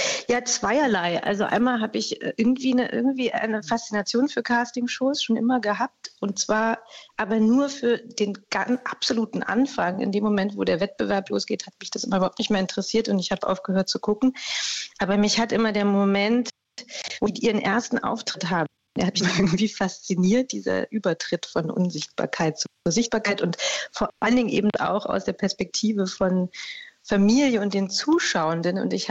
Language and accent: German; Berlin, Germany; Ich bin Berlinerin